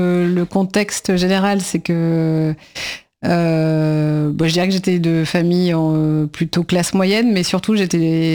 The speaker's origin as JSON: {"language": "French", "town": "Paris", "region": "Île-de-France", "country": "France", "tie": "born or raised there", "said": "je suis née en 1981. Je suis née à Paris, dans le 19e arrondissement, qui est un quartier assez populaire, donc la place des Fêtes."}